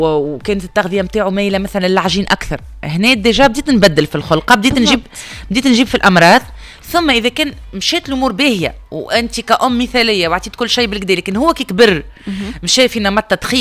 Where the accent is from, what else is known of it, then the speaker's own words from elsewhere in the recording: Tunisia; احنا مواطن تونسي عادي